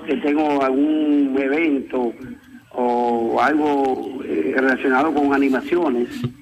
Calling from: Bonao, Monseñor Nouel, Dominican Republic; la Bonao, la provincia de Monseñor Noel, mi pueblo

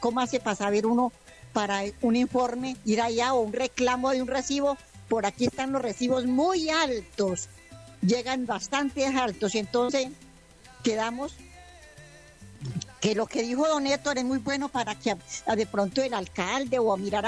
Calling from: Buenavista, Quindío, Colombia; De aquí, de Buenavista

